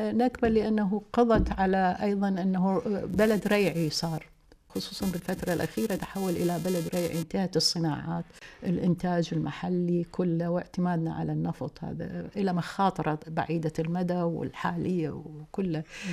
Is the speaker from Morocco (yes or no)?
no; Iraq; احنا مجموع المهندسات عندنا بالعراق